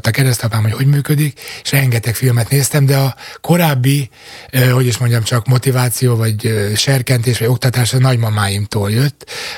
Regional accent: Makó, Csongrád-Csanád, Hungary; born there; Ez Makón volt, Makón születtem, és Makón a Vörös Csillag Múzea gimnázium, a régi gimnázium, ahol József Attila is járt, a mögötti épület.

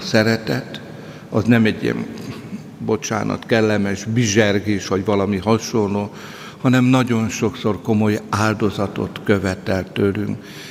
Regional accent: Hungary; magyar vagyok és keresztény.

